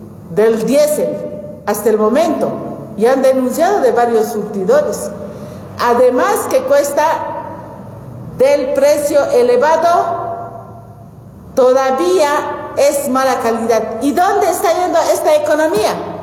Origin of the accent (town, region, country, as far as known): Bolivia